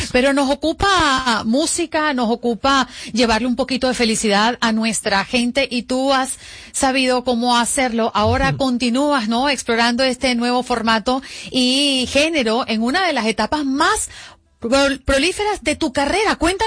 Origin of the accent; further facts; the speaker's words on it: Venezuela; Gracias, Andrés, por tu pueblo y porque sé muy de cerca, soy venezolana.